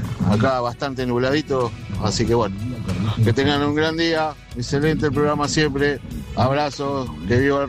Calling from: Luján, Buenos Aires Province, Argentina

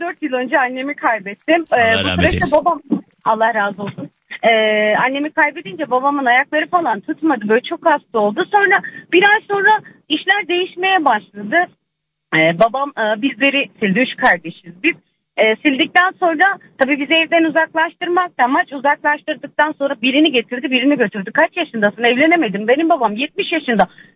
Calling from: Beypazarı, Ankara, Turkey; Ben Ankara Beypazarı'nda oturuyorum.

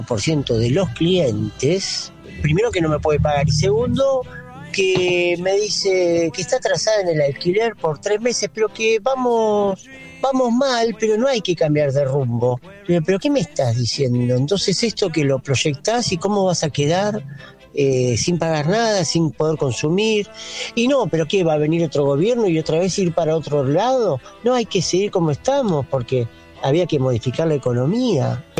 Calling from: Berazategui, Buenos Aires Province, Argentina; de Berazategui, fabricante de carteras de venido a Uber.

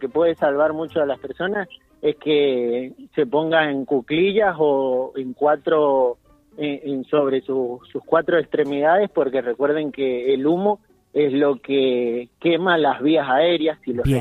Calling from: Mendoza, Argentina; De Mendoza, acá de Ciudad.

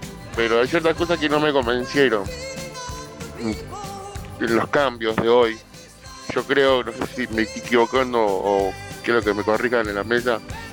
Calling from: Buenos Aires, Argentina; de Buenos Aires.

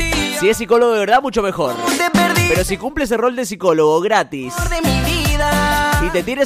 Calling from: Luján, Buenos Aires Province, Argentina; Hola chicos … Me considero profe en psicología sin serlo.

